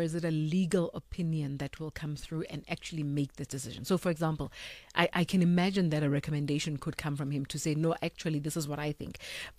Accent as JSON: {"language": "English", "country": "South Africa"}